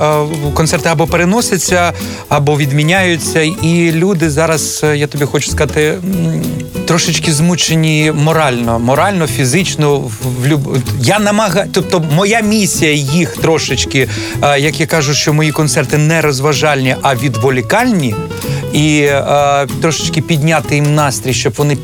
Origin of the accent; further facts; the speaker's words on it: Crimea, Ukraine; born there; moved away; Там, де я народився, я там не був вже понад 12 років. Я народився в Криму, мені дуже хочеться туди.